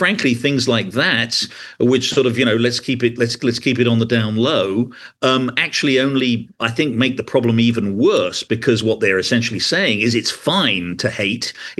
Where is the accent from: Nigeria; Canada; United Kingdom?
United Kingdom; England; now in United States; I grew up in England and I've lived most of my life in America.